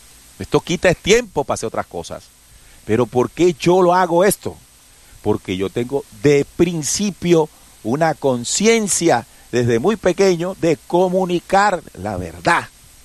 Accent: Colombia; Sí, pero es lo que necesitamos pagar como humanidad, como colombianos, para abrir nuestros ojitos.

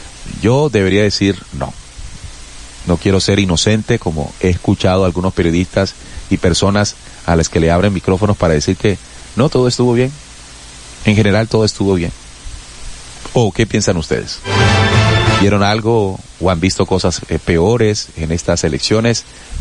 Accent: Colombia; Y uno como colombiano comienza a ver

